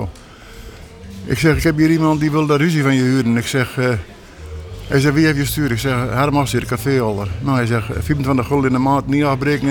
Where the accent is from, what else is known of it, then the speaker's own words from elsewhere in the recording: Grollo, Drenthe, Netherlands; Ja, ik ben in 1945 geboren in Grollo. Mijn vader die had een mijn vader en moeder die had een smederij.